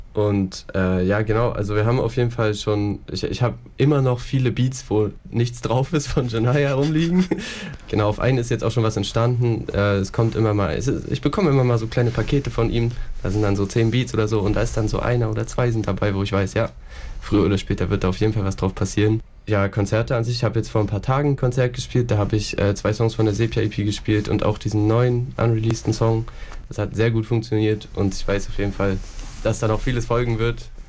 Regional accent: Weimar, Thuringia, Germany; also wie gesagt, ich komme ja aus Weimar und ich habe dort auch noch so 2-3 Kollegen, die auch Mucke machen

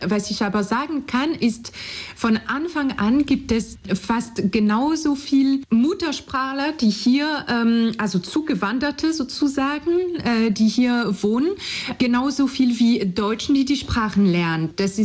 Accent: France; German is a second language; moved away as an adult; now in Leipzig, Germany; ich komme aus Frankreich, wie man es hört. Ich bin 34 Jahre alt, seit 2012 lebe ich in Leipzig, seit 2009 in Deutschland.

